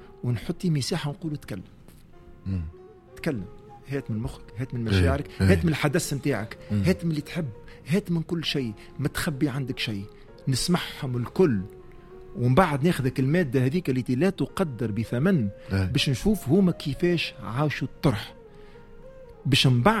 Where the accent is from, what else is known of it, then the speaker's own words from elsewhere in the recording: Tunisia; moved away as an adult; أنا خرجت من تونس، خليت أمي الله يرحمها وراي ودمع على عيني